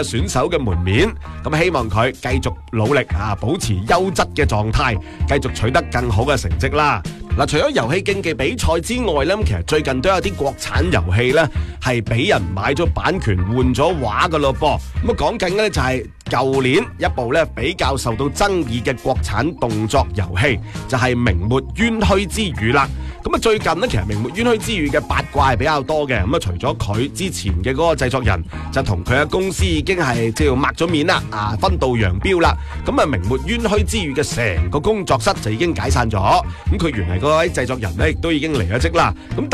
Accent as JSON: {"language": "Cantonese", "region": "Guangdong", "country": "China", "said": "我哋广东人"}